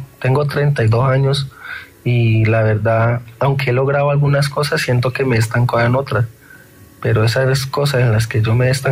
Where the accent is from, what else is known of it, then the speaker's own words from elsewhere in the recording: Cali, Valle del Cauca, Colombia; Ahí vos a ver, yo soy de Cali, ¿eh?